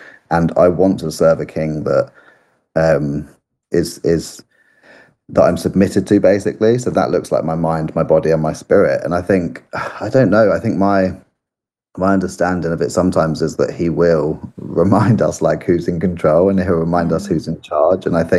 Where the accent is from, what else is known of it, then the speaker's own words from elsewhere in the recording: United Kingdom; So I think we have an opportunity and an invitation as a British cultured people to lean in more